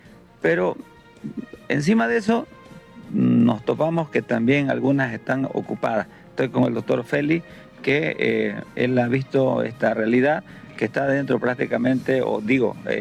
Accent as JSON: {"language": "Spanish", "town": "Mairana", "region": "Santa Cruz", "country": "Bolivia", "said": "en nuestro municipio de Mairana"}